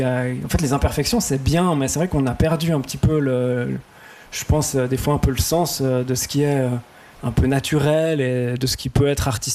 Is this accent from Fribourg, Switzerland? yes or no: yes; Fribourg, Switzerland; Ben, moi, comme je viens de Fribourg, j'ai la chance de collaborer avec une sorte de fonds de soutien pour des jeunes artistes qui s'appelle La Gustave.